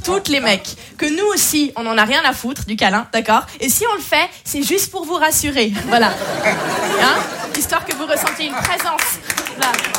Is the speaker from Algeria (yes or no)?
no; Switzerland; je viens de Suisse